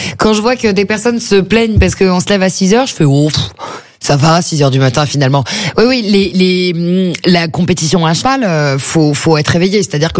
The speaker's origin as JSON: {"language": "French", "town": "Le Chesnay", "region": "Île-de-France", "country": "France", "tie": "born there", "lives_now": "Paris, France", "said": "Ce que je trouve fou aujourd'hui en tant que parisienne, je me dis, mais j'aurais dû me rendre compte de la chance que j'avais d'avoir vraiment mes poneys à 200 mètres de chez moi. C'est là où je vous dis que la vie au Chênay, c'est pas la même qu'une vie parisienne, même si on n'est pas très loin."}